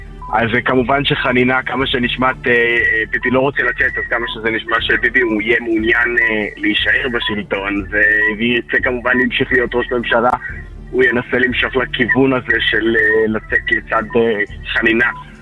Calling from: Jerusalem, Jerusalem District, Israel

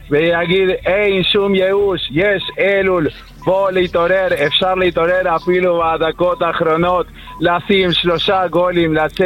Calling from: Jerusalem, Jerusalem District, Israel; accent: Argentine; השתבח שמו, אני מירושלים.

